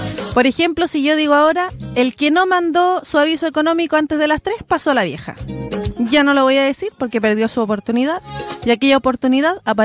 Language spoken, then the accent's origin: Spanish; Antofagasta, Chile; moved away; imagínense de dónde vengo yo, de Antofagasta, Perú.